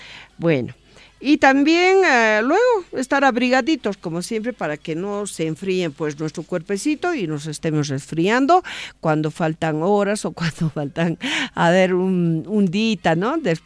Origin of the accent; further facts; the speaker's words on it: Bolivia; patria que nos vio nacer, a ver, que todos como bolivianos estamos orgullosos